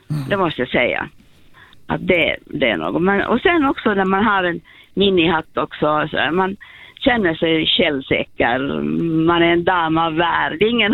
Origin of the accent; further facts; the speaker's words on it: Helsinki, Uusimaa, Finland; modister i Helsingfors där jag växte upp.